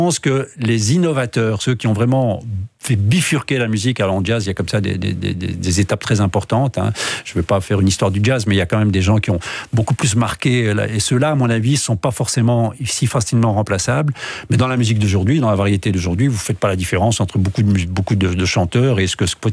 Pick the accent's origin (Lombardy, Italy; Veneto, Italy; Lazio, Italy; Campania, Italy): Lazio, Italy; Rome; Voilà, je suis originaire en fait de Rome.